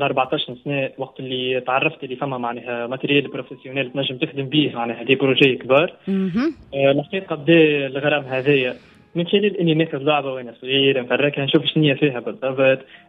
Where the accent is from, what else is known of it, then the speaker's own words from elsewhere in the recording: Tunisia; احنا عندنا في تونس